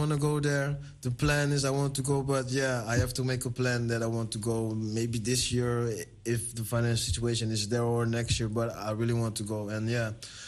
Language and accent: English; Suriname; English is a second language; moved away; go back to Suriname, to the culture, and write it in my own language, in my native tongue.